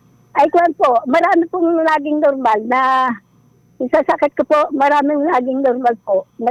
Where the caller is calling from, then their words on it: Lucena, Calabarzon, Philippines; Taga Ilayang Iyam po, Lucena City.